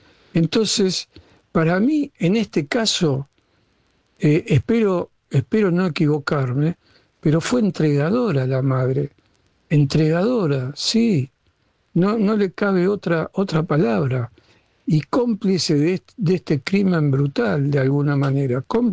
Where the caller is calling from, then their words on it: Buenos Aires, Argentina; de Valvanera, Capital Federal.